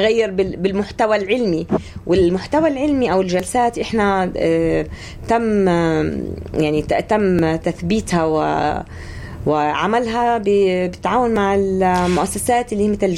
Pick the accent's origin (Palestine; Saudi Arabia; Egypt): Palestine; يعني إحنا كشعب فلسطيني بالرغم من كل الظروف الصعبة اللي إحنا منعيشها